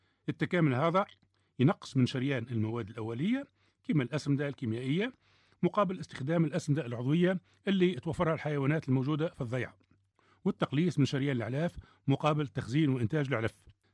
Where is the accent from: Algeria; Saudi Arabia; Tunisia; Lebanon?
Tunisia; عندنا في تونس